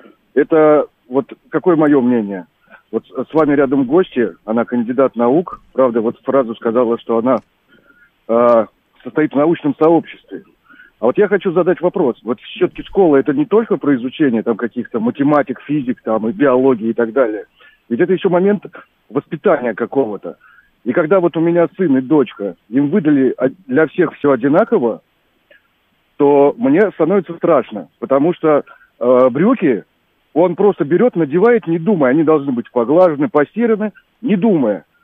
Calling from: Moscow, Russia; я из Москвы.

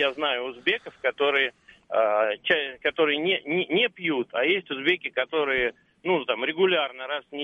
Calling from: Moscow, Russia; Да, здравствуйте … из Москвы.

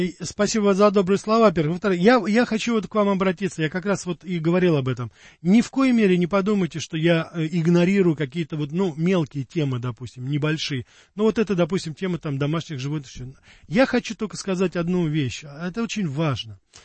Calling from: Krasnodar, Krasnodar Krai, Russia; Ну, всем привет, я передаю из Краснодара.

